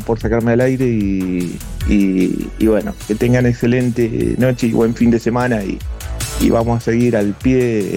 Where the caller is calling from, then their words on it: Argentina; acá en Argentina no muchas no han llegado, pero bueno. Bueno, es lindo, o sea, me encanta, a mí me encanta la música retro y soy de generación X, ya tengo 50 años